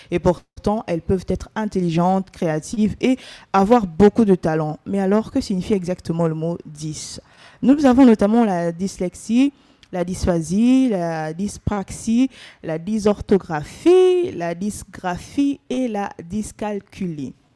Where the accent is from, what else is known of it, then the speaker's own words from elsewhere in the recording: Gabon; Et chez nous au Gabon